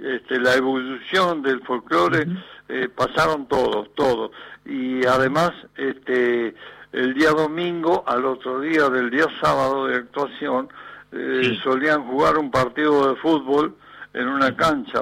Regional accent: Alsina, Buenos Aires Province, Argentina; Yo soy nacido en Alsina, en el pueblo, pueblo fundado en 1876, partido de Varadero.

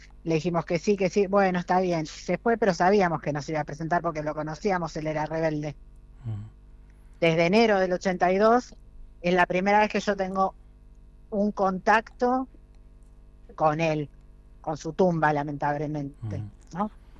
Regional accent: Argentina; no soy una argentina más, soy una argentina que lleva el apellido de un héroe de Malvinas

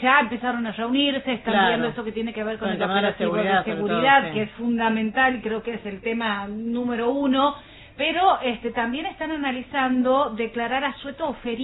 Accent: Santiago del Estero, Argentina; somos de Santiago

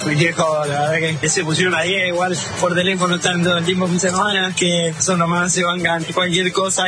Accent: Argentina; vivir esto en este ambiente como argentino

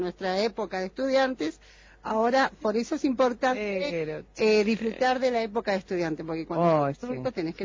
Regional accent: Patagonia, Argentina; forma parte de la infancia de los que somos patagónicos

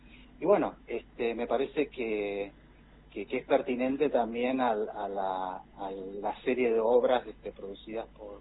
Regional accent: Paso de los Libres, Corrientes, Argentina; moved away as an adult; now in Buenos Aires, Argentina; en mi infancia y en mi adolescencia allá en Paso de los Libres.

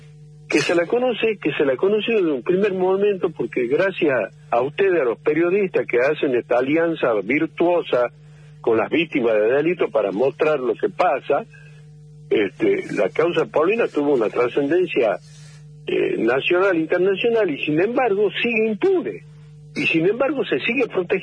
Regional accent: Tucumán, Argentina; La muestra más contundente de la vergüenza que nos tiene que dar como tucumano.

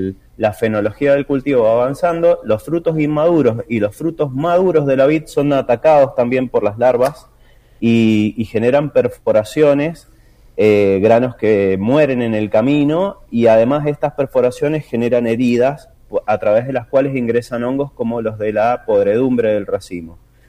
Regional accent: Mendoza, Argentina; Todos somos mendocinos los que estamos trabajando acá en el tema.

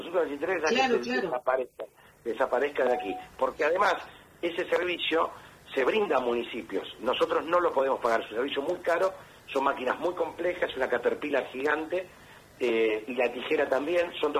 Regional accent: Argentina

